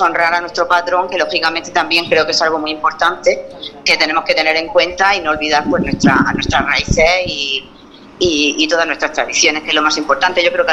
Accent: La Hoya, Region of Murcia, Spain; Sí, soy de La Hoya.

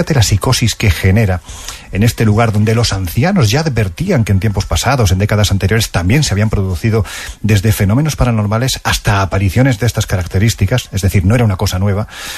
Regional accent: Jaén, Andalusia, Spain; quienes conocemos Jaén, yo evidentemente lo conozco porque es mi tierra

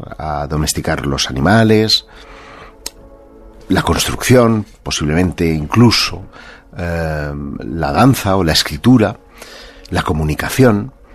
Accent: Terrassa, Catalonia, Spain; Ese es mi ciudad natal.

